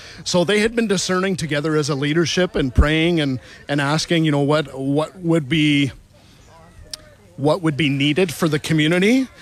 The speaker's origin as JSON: {"language": "English", "area": "Pembina Valley", "region": "Manitoba", "country": "Canada", "tie": "born or raised there", "said": "I grew up here in the Pembina Valley, and knowing that we are often called this Bible Belt"}